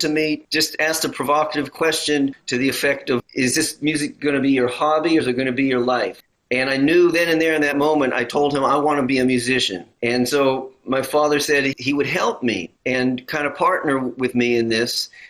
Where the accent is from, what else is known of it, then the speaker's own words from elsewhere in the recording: New York City, New York, United States; it motivated my moving back to my hometown of New York City when I was 19 in the spring of 1982.